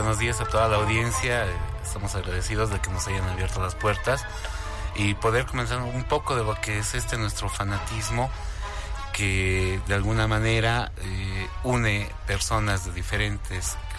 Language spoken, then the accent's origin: Spanish; Bolivia